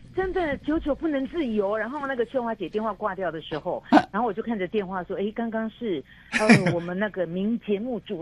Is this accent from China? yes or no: no; Taipei, Taiwan; born there; 我是台北出生，